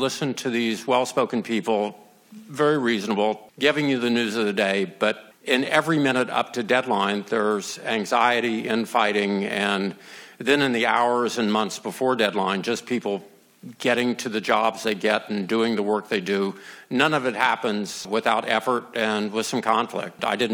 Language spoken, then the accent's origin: English; Georgia, United States; moved away; I grew up in Georgia